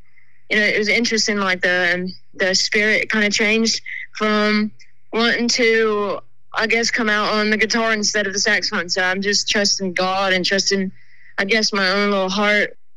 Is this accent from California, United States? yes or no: no; Kingsport, Tennessee, United States; moved away; So I'm from East Tennessee, a little town called Kingsport that has a big factory. And I grew up with my grandmama